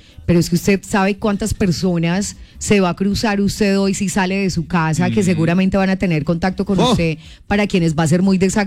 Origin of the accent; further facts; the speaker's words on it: Colombia; personas que les gusta sentirse muy limpias, somos los colombianos.